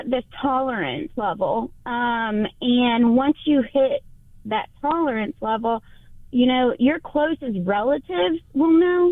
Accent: Charleston, South Carolina, United States; moved away as an adult; also born or lived in Florence, South Carolina; Well, see, I'm from Charleston. So I ended up moving to Florence, South Carolina

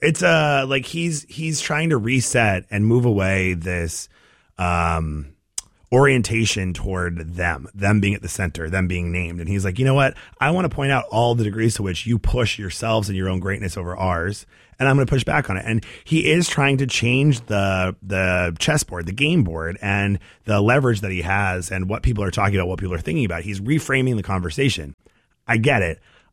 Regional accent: United States; also born or lived in Gorham (attended Gorham High School)

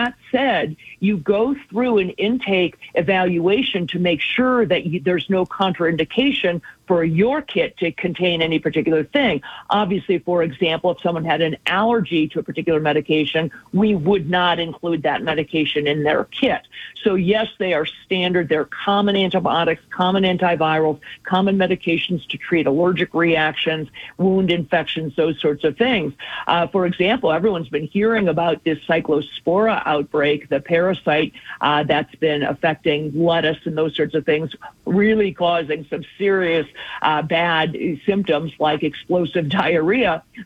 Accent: Cleveland, Ohio, United States; it's tough growing up in Cleveland when it comes to football.

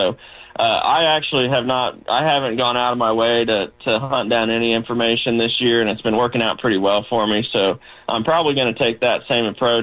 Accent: Versailles, Missouri, United States; I grew up in Versailles, went to school there, K through 12.

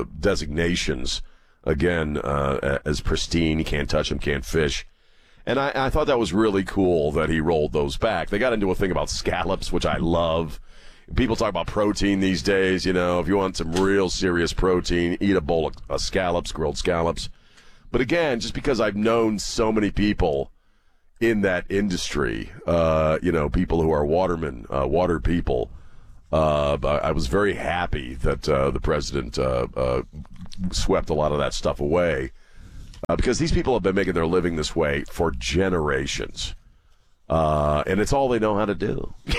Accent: Chesapeake Bay, United States; As you know, I grew up on Chesapeake Bay and the coast of the East Coast.

